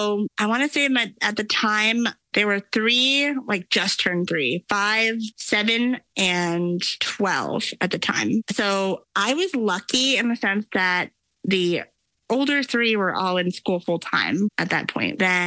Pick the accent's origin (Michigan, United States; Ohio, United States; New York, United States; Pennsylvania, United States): Michigan, United States; now in California, United States; I'm from Michigan.